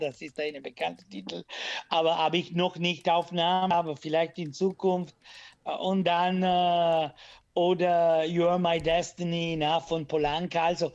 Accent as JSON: {"language": "German", "country": "Italy", "second_language": "German", "said": "also als Italiener, ich bin mit italienischer Musik verwechselt."}